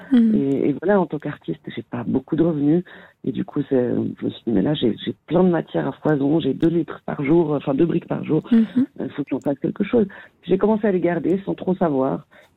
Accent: Geneva, Switzerland; je suis genevoise et toujours vécu à Genève

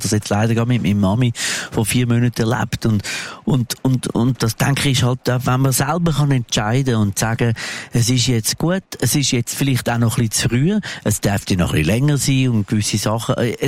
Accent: Zurich, Switzerland; accent: Zurich; also born or lived in Glarus; Meine Wurzeln sind, man hört es an meiner Schnur an, in der Stadt Zürich. Ursprünglich bin ich Glarner, aber ich bin sehr, sehr lang da.

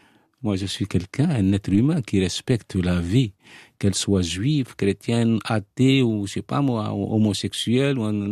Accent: Algeria; Je suis l'enfant du joug colonial. Nous, les Algériens

